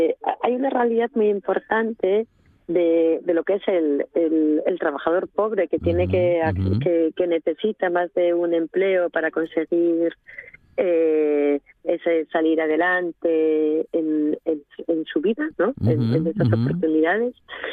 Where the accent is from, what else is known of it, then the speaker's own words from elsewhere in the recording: Asturias, Spain; yo soy asturiana y soy rural